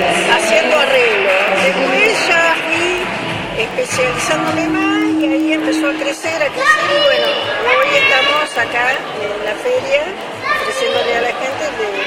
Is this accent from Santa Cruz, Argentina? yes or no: yes; Puerto Deseado, Santa Cruz, Argentina; De acá de Deseado, soy de Deseado